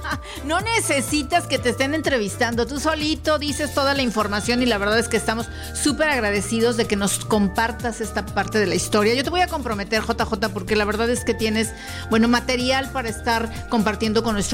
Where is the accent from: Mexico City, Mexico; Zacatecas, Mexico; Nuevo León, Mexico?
Nuevo León, Mexico; Monterrey; nuestro Monterrey